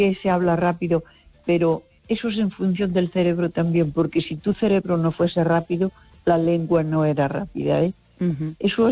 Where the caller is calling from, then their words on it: Baiona, Galicia, Spain; de Bayona.